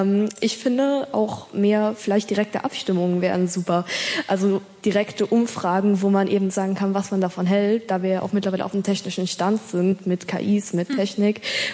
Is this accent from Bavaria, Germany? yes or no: no; Rostock, Mecklenburg-Vorpommern, Germany; ich bin 14 Jahre, ich komme aus Rostock.